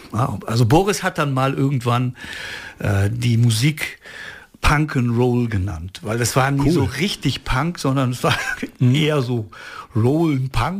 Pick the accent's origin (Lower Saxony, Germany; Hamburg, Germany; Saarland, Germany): Lower Saxony, Germany; Werlte; born there; moved away as an adult; now in Osnabrück, Germany; Ich bin in den 80er Jahren nach Osnabrück gekommen. Ich komme aus dem Emsland, gebürtig aus Werlt.